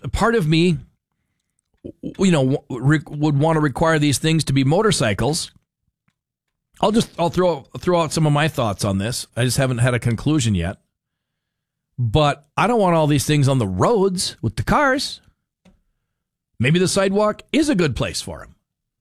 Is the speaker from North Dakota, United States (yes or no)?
yes; Fargo, North Dakota, United States; I grew up in Fargo. So growing up in Fargo, we didn't have any hills.